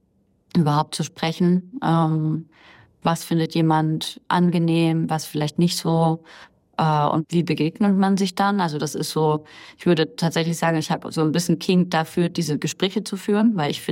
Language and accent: German; Bavaria, Germany; born there; also born or lived in East Germany; Ich bin dann in Bayern aufgewachsen